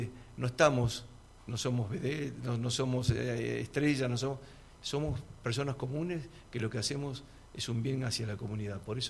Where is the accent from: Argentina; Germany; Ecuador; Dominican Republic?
Argentina; now in Cipolletti, Argentina; yo soy de Buenos Aires, pero hace 44 años que estoy acá, y antes estaba en el cemento, en el hormigón, y hoy en día estoy rodeado de chacras